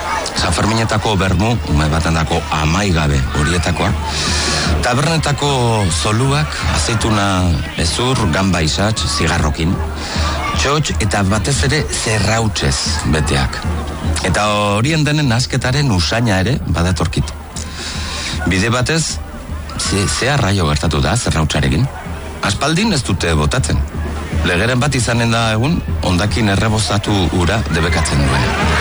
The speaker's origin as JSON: {"language": "Basque", "town": "Pamplona", "region": "Navarre", "country": "Spain", "tie": "born or raised there", "said": "Txikitatik irakatsi digute, iruindarroi, ba, munduko festarik onenak direla."}